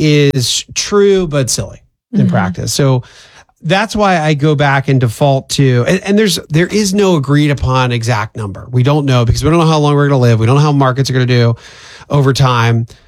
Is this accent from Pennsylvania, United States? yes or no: yes; Pennsylvania, United States; I'm from Pennsylvania, and there's a phrase that was very often said growing up